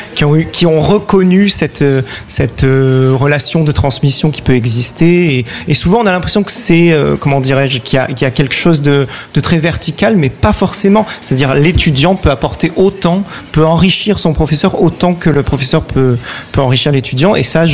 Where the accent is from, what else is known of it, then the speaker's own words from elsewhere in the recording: Avignon, Provence-Alpes-Côte d'Azur, France; born there; Moi je suis né au Théâtre du Balcon, donc je crois que j'ai jamais fait autre chose qu'Avignon dans ma vie